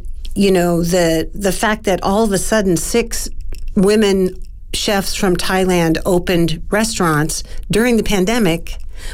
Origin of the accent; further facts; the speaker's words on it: New Orleans, Louisiana, United States; You know, we can go anywhere in the world, and when we say we're from New Orleans, people's faces just light up